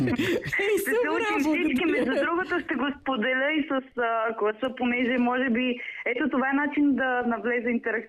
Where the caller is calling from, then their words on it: Novi Iskar, Sofia City, Bulgaria; От Нови Искър.